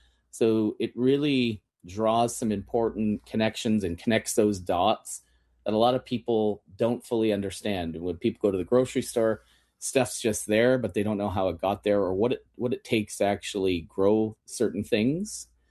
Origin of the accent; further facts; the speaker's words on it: Kitchener, Ontario, Canada; I mean, I grew up in Kitchener and our next door neighbor had a big asparagus patch and would bring us bunches by the handful.